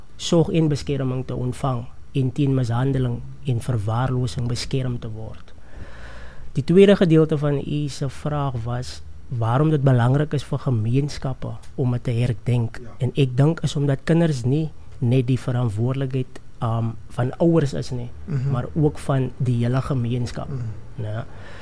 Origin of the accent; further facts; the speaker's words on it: Oudtshoorn, Western Cape, South Africa; moved away as an adult; now in Knysna, South Africa; Ek is oorspronkelijk van Oudtshoorn, van die Hoorn, as ek het so kan sê. Ek het nou so 7 of sê maar 10 maande terug, het ek myself bevind in Nysna.